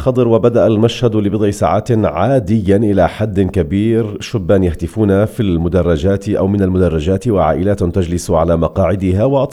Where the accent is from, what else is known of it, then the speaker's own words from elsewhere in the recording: Palestine; لنا كفلسطينيين